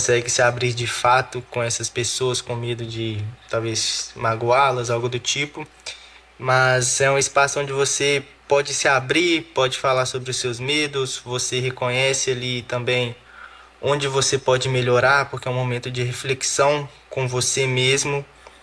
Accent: Belo Horizonte, Minas Gerais, Brazil; trajetória com 6 anos de idade jogando futsal em uma escolinha no meu bairro, que é o bairro Serrano, onde eu cresci em Belo Horizonte

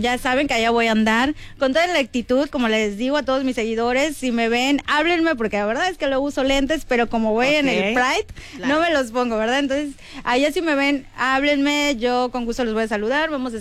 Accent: Mexico; así somos los mexicanos. Y orgullosamente mexicanos

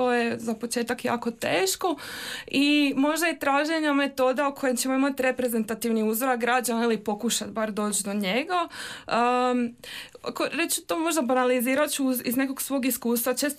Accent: Split, Split-Dalmatia County, Croatia; ja sam iz Splita

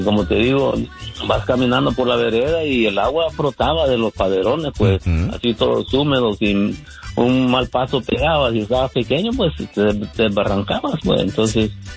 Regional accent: Sonsonate, El Salvador; No, lo que pasa es que pues soy de esa área, ¿verdad? Y yo me daba cuenta, ¿y por qué allá abajo le dicen los tres ríos?

